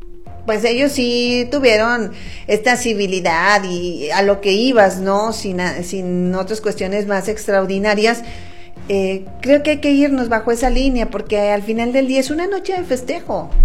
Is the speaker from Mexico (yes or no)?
yes; Mexico; Oye, y es que los mexicanos seremos lo que tú quieras